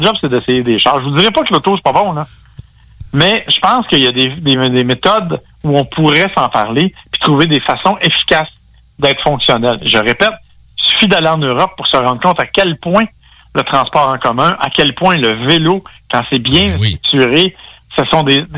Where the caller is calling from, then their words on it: Saint-Hyacinthe, Quebec, Canada; Moi, je suis à Saint-Hyacinthe, je le répète. De où je demeure, je suis à 2,5 km à peu près du centre-ville.